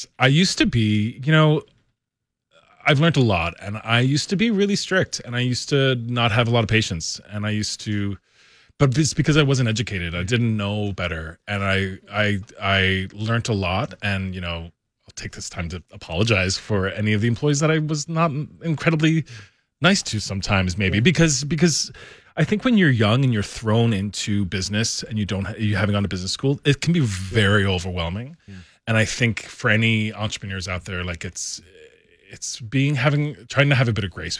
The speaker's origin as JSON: {"language": "English", "region": "Newfoundland and Labrador", "country": "Canada", "said": "You know, I don't know if it's because I'm from Newfoundland, and I'm not sure what I mean by this"}